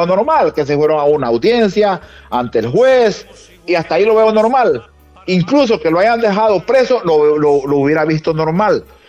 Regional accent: Honduras; como hondureño debemos estar preocupados

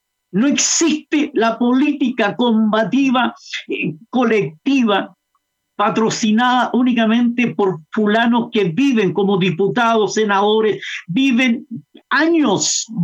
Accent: Chile; also born or lived in Buenos Aires

